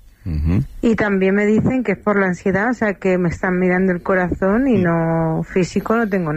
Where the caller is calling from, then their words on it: Vallecas, Community of Madrid, Spain; de Vallecas.